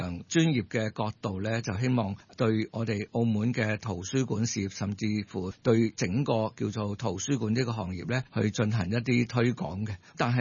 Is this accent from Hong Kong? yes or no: yes; Hong Kong; now in Macau; 我系响香港长大嘅，